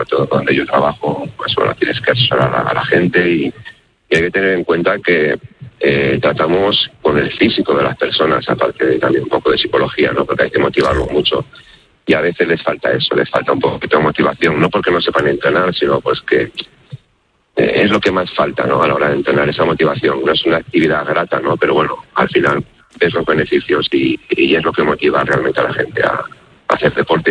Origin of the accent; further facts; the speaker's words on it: Asturias, Spain; now in Tibi, Spain; en realidad soy asturiano, pero bueno, un asturiano viviendo en Tibi.